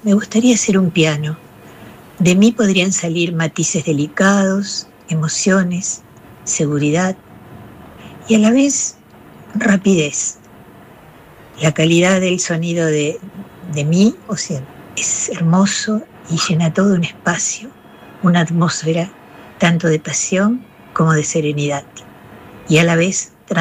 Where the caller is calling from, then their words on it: Buenos Aires, Argentina; del barrio de Monte Castro.